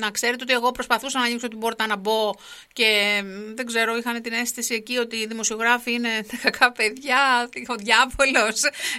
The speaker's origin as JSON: {"language": "Greek", "country": "Greece", "said": "έχω την εντύπωση ως Ελληνίδα πολίτης"}